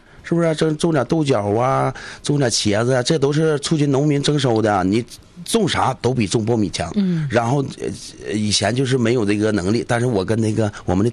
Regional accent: Gongzhuling, Jilin, China; 我这6万粉丝全是我们家乡周边的，全是地域粉丝，都是我附近的，就是除吉林省的基本上都没有啊，而且都是我们公主岭附近的

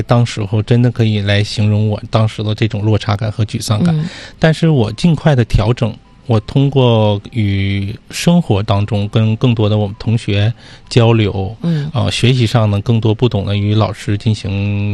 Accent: Russia; Chinese is a second language; 完了之后我们俄罗斯人说呢，我们可能听的时候也有比较这个不理解

